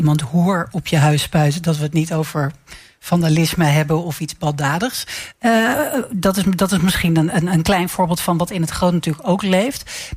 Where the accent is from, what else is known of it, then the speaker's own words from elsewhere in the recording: Utrecht, Netherlands; ik neig als Utrechtse natuurlijk altijd naar de Dom toe.